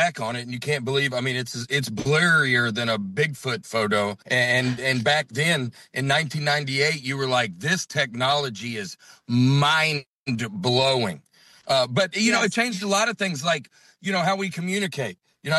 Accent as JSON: {"language": "English", "town": "Huntsville", "region": "Alabama", "country": "United States", "tie": "born or raised there", "moved": "yes", "said": "Now, where I grew up in Alabama"}